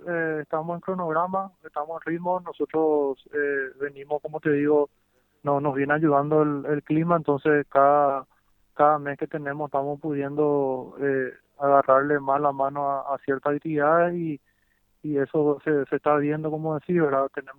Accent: Paraguay

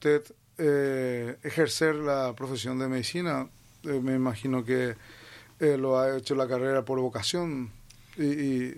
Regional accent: Cordillera, Paraguay; yo también soy cordillerano y somos vecinos

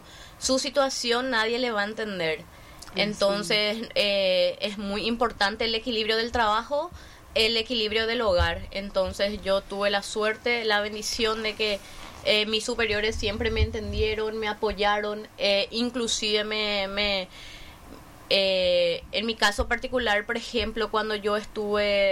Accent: Curuguaty, Canindeyú, Paraguay; Yo me fui trasladada a Curuguaty justamente porque soy de Curuguaty

